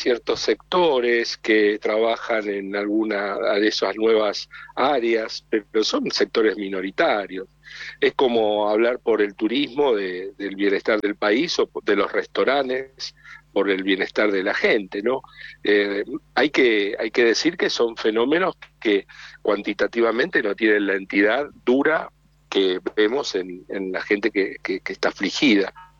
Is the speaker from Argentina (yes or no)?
yes; Buenos Aires metropolitan area, Argentina; moved away as an adult; now in Mendoza, Argentina; yo, si soy originario del AMBA, estoy en Mendoza